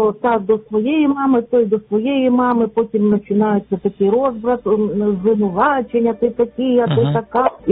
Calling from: Lviv, Lviv Oblast, Ukraine; я зі Львова.

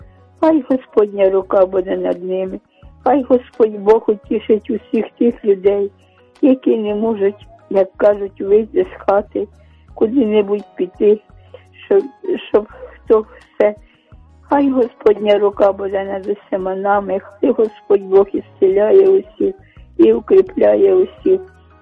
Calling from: Kyiv, Ukraine; я з Оболоня, з Києва.

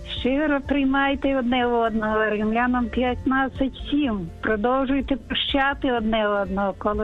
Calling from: Chernivtsi, Chernivtsi Oblast, Ukraine; Я з Чернівці

